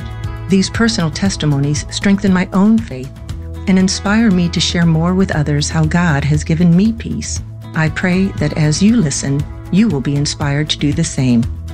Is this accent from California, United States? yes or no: yes; San Leandro, California, United States; from San Leandro, California.